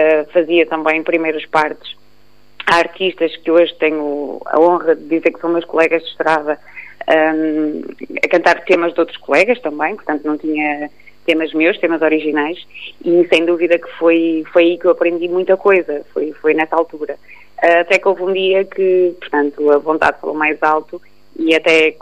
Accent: Minho, Portugal; Eu sou minhota

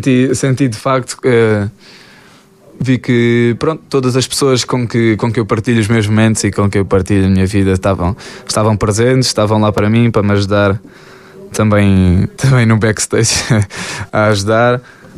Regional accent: Alpalhão, Alentejo, Portugal; na minha terra, Alpalhão

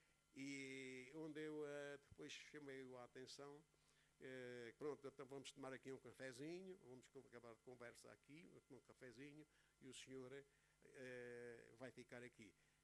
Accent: Covilhã, Centro, Portugal; eu já cá estou, eu sou da Covilhã

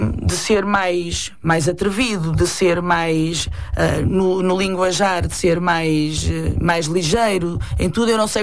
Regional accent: Ericeira, Lisbon, Portugal; moved away as an adult; now in Santo Isidoro, Portugal; Mas eu sou da Ericeira, mas estou a viver em Santo Isidoro. O meu pai era Jagós, a minha mãe Saloia de Santo Isidoro. Eu tive 28 anos a viver na Ericeira e agora estou em Santo Isidoro.

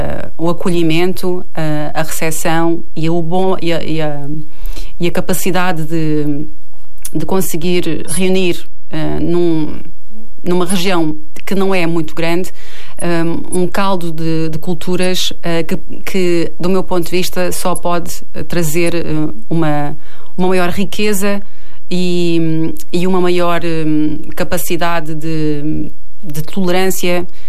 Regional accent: Faro, Algarve, Portugal; sou natural de Faro, sou também membro e deputada da Assembleia Municipal de Faro

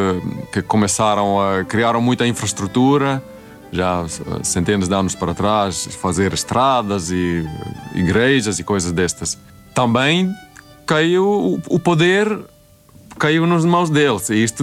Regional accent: Helsinki, Uusimaa, Finland; Portuguese is a second language; moved away as an adult; also born or lived in Tampere; now in Portugal; Eu vivi em Helsinki, onde nasci, mas também em Tampere e em algumas cidades mais pequenas.

